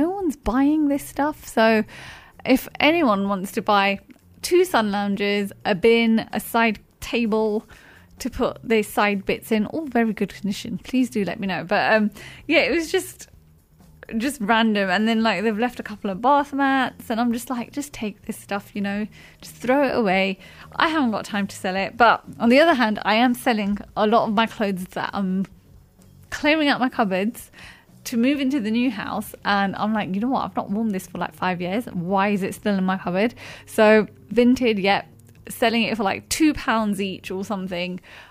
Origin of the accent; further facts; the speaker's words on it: England, United Kingdom; We're English. Well, I'm English.